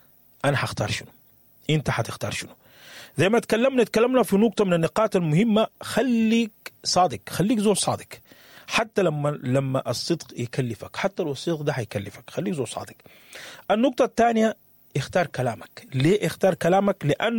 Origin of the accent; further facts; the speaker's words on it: Sudan; بخصوص بلدنا السودان